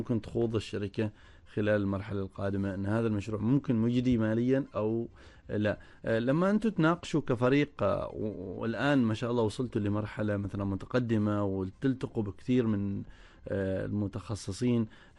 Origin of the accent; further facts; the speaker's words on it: Oman; عندنا في عمان